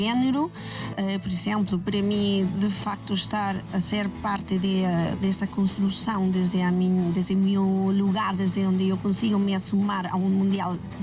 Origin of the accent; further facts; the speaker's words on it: Mexico; Portuguese is a second language; now in Portugal; o meu México está no coração e o Portugal na minha terra, mas é, também é o meu coração, mas é a minha terra também agora, é a minha casa